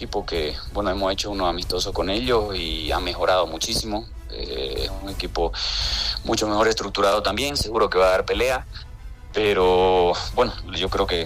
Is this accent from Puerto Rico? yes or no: no; Bolivia; mandarle energía positiva para que Bolivia siga creciendo futbolísticamente, para que nuestro fútbol deje de ser el mal llamado, creo yo, más bajo de Sudamérica y nos puedan empezar a respetar.